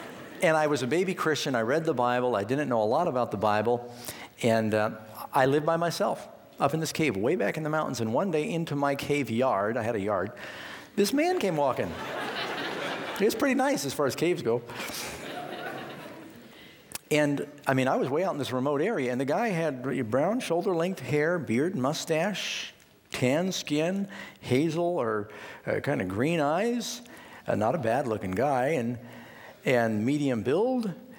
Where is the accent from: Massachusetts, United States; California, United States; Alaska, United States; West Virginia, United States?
California, United States; I'm from California, and not far away is where Jim Jones had his temple.